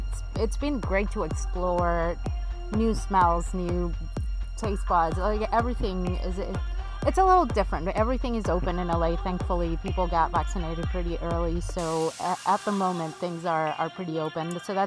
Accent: Israel; also born or lived in Mexico City, Mexico; Born in Mexico City, raised in Israel, then moved all over the world.

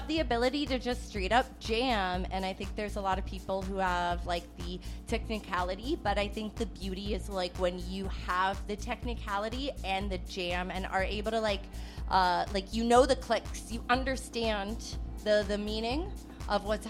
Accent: Canada; But I'm from Canada. Canada, eh? So back where we're from, we don't have that Monday off.

